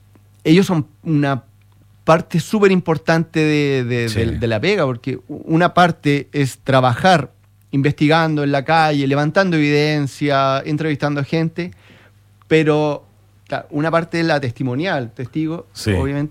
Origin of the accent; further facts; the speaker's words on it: Talcahuano, Biobío, Chile; En mi ciudad natal, que son 250, en Talcahuano